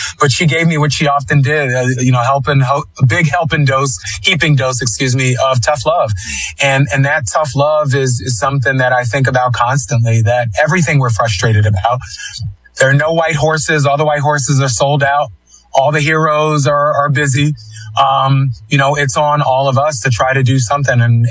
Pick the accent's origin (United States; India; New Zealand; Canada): United States; Philadelphia, Pennsylvania; but spent a lot of time growing up in Kensington. And if anybody knows Kensington and Somerset, that's right, the heart of the heroin epidemic